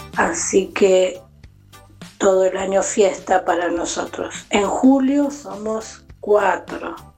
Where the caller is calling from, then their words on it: Florencio Varela, Buenos Aires Province, Argentina; de Varela.